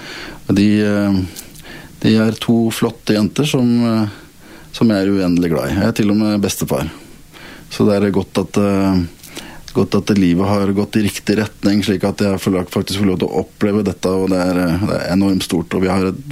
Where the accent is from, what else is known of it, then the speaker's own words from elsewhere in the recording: Lillestrøm, Akershus, Norway; now in Sørlandet, Norway; jeg kommer jo ikke fra Sørlandet, det jo lett å høre, men hjertet mitt er sørlandsk. Jeg opprinnelig fra Lillestrøm